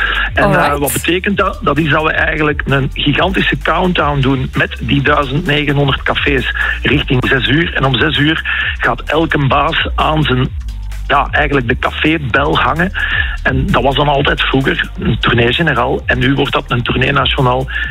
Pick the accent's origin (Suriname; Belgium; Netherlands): Belgium; Leuven, Flanders; ik ben een Leuvenaar, dus dan weet je het meestal wel. Hè. Ik ben een beetje een Stella-boy, dat gaat er toch niet uit. Ik ben opgegroeid met de bierwalm, elke keer als ze aan het stoken waren van de Stella.